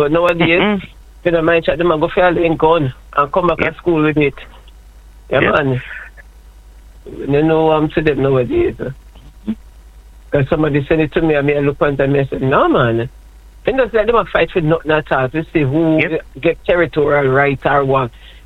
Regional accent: Jamaica; We're the Jamaican

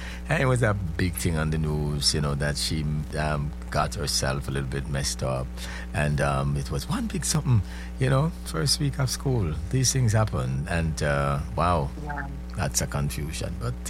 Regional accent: Jamaica; you and I grew up in Jamaica

